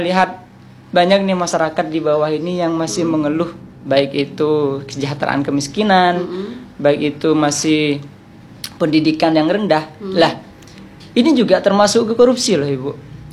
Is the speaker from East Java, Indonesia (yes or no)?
yes; East Java, Indonesia; sebagai mahasiswa khususnya di Kabupaten Sampang, ini kami kan putra daerah